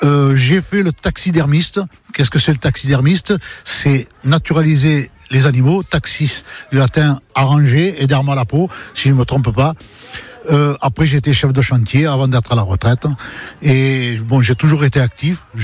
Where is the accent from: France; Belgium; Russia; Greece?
France; La Ciotat, Provence-Alpes-Côte d'Azur; de La Ciotat, je suis ravi de vous retrouver.